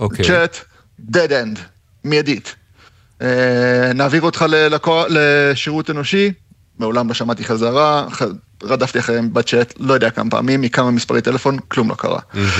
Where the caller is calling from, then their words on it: Berlin, Germany; אנחנו גרים בברלין, כרגע אני בקולורדו